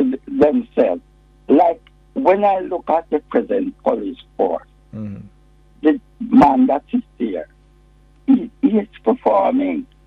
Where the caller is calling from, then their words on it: Jamaica; I'm proud of them as Jamaican.